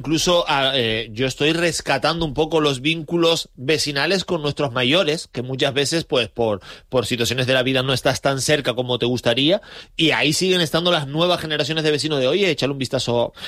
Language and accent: Spanish; Santa Cruz de Tenerife, Canary Islands, Spain